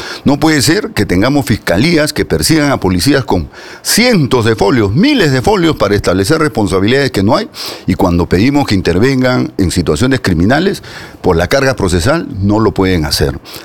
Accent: Peru

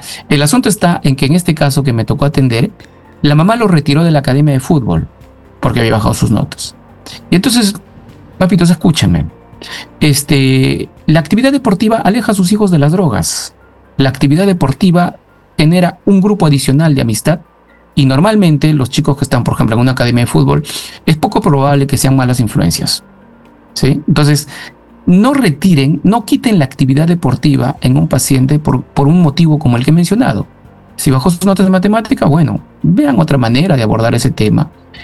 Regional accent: Peru

